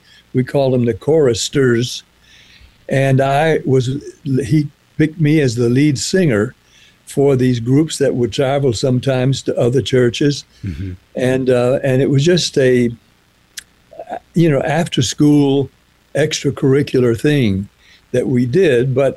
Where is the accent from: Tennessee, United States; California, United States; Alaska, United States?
Tennessee, United States; Nashville; born or raised there; also born or lived in Jacksonville, Florida